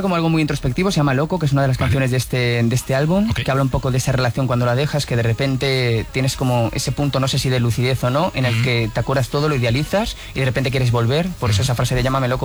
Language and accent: Spanish; Valencian Community, Spain